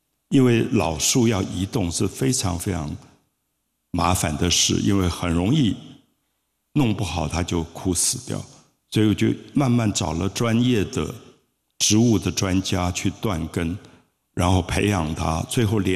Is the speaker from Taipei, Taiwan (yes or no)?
yes; Taipei, Taiwan; also born or lived in Tunghai; 我小时候在台北的大龙洞，大龙洞那边庙多树多，我们中午的时候都睡在大榕树上